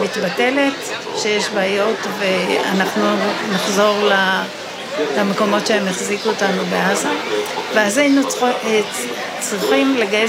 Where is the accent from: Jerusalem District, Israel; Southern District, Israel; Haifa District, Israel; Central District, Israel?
Southern District, Israel; Be'eri; born there; נולדתי להורים שהם מייסדי בערי